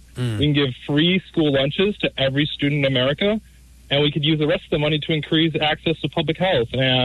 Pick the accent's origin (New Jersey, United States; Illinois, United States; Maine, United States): Illinois, United States; Chicago; I'm from Chicago, Illinois.